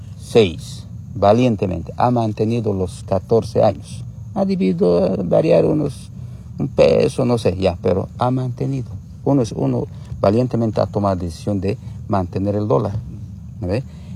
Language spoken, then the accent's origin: Spanish; Bolivia; Nosotros como pueblo boliviano incluso hemos aceptado la subvención que se levante, ¿no ve?